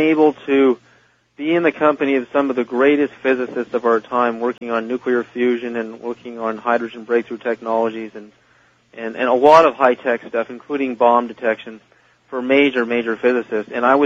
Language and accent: English; Berkeley, California, United States; I was born in 61 in Berkeley, California